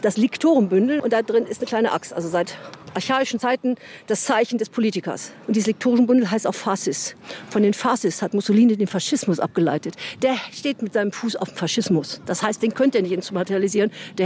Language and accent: German; Germany